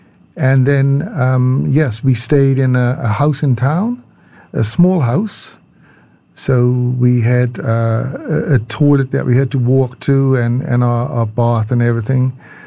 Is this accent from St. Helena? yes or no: yes; Jamestown, Saint Helena, St. Helena; So actually, I arrived on St. Helena when I was 6 weeks old. So I got there as soon as I could. And yes, growing up in Jamestown was great.